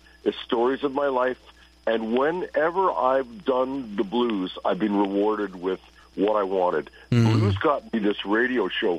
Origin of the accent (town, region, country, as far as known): Toronto, Ontario, Canada